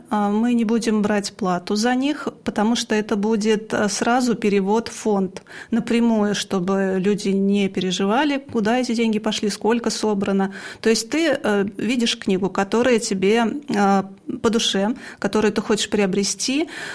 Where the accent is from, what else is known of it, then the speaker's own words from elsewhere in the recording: Oryol, Oryol Oblast, Russia; у нас в Орле такого не было